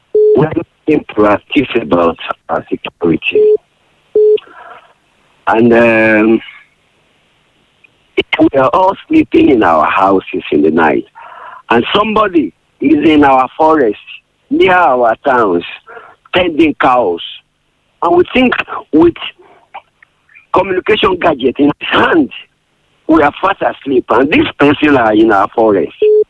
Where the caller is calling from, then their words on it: Nigeria; I'm calling from Rene.